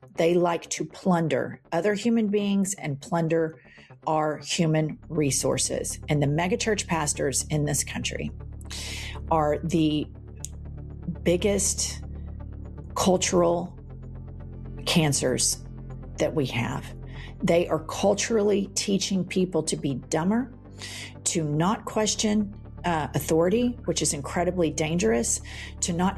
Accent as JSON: {"language": "English", "town": "Oklahoma City", "region": "Oklahoma", "country": "United States", "tie": "born or raised there", "said": "my life growing up in Oklahoma City."}